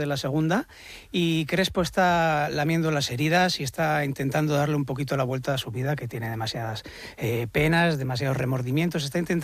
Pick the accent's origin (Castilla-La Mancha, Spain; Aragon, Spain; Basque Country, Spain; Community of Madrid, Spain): Basque Country, Spain; Bilbao; la mayoría de los bilbaínos no conocemos